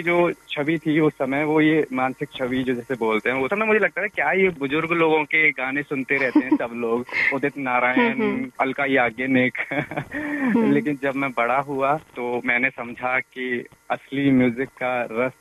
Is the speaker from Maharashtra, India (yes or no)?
no; Mathura, Uttar Pradesh, India; मेरा बचपन जो है मथुरा में रहा है, मेरा जन्म मथुरा में हुआ था